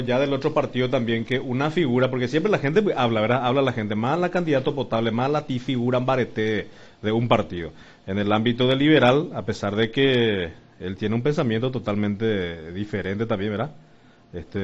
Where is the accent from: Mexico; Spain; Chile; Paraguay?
Paraguay; nosotros, como paraguayos, como ciudadanos